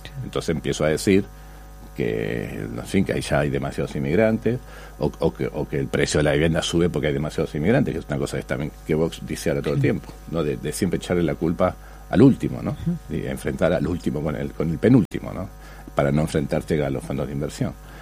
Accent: Argentina; porque claro, somos argentinos, a veces me hablan, ¿no?

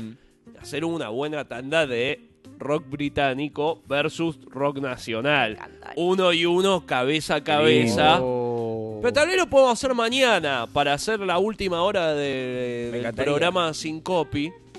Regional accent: Argentina

